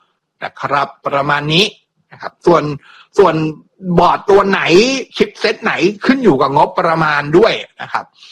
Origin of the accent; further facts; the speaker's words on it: Dao Khanong, Bangkok, Thailand; also born or lived in Rom Klao; ตอนเด็กๆผมก็โตที่นู่นนะครับผมเกิดแถวดาวคะนองแต่ผมไปโตอยู่แถวร่มเก้าโตถึงอายุประมาณ4ขวบ5ขวบมั้งถึงจะกลับเข้ามาอยู่ในดาวคะนองอีกรอบนึง